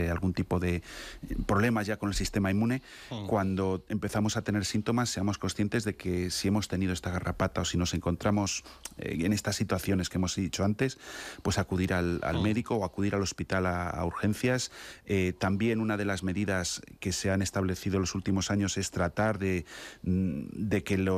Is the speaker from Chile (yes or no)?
no; Castile and León, Spain; born or raised there; moved away